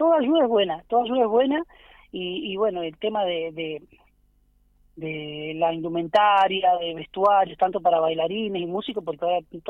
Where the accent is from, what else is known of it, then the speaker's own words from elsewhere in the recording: Caleta Olivia, Santa Cruz, Argentina; Soy de Caleta Olivia, de la provincia de Santa Cruz